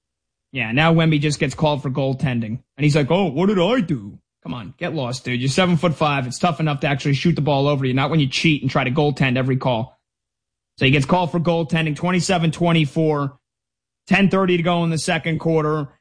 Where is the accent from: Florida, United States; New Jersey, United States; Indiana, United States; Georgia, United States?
New Jersey, United States; And I'm from Central New Jersey, and I live in the, you know, lived in the New York City area.